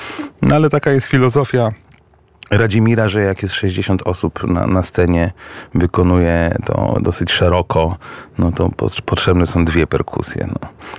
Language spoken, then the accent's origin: Polish; Szczecin, West Pomeranian Voivodeship, Poland; jesteśmy z tego obaj bardzo dumni jako szczecinianie